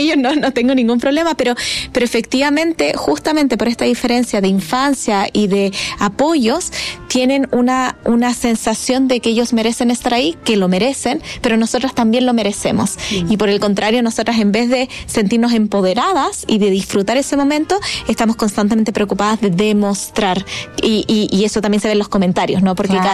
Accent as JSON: {"language": "Spanish", "region": "Scotland", "country": "United Kingdom", "tie": "born or raised there", "said": "Yo crecí mucho tiempo en Escocia, en el Reino Unido, entonces bastantes libros como de autores locales"}